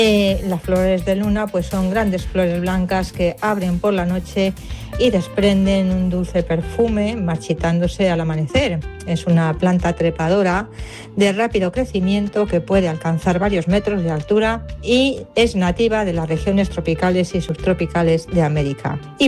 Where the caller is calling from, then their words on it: Madrid, Community of Madrid, Spain; Buenas tardes, Pedro Ángel, tarde sonoras y tarde sonoros … de Madrid.